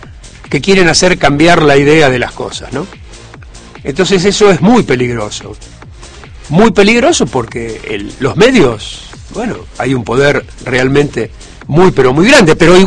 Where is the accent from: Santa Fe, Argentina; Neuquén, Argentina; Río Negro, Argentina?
Santa Fe, Argentina; Rosario